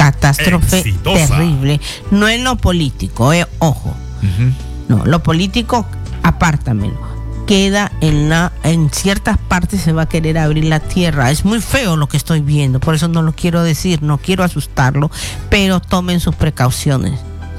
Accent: Peru; now in Ecuador; para mi Perú, porque soy peruana

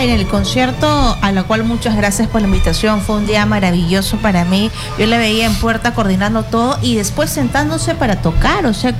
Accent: Peru; así somos los peruanos

